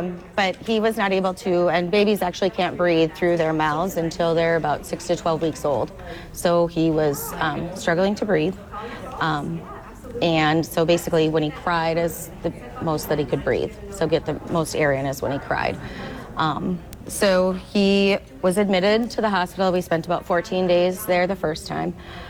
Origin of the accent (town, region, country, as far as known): Rushford, Minnesota, United States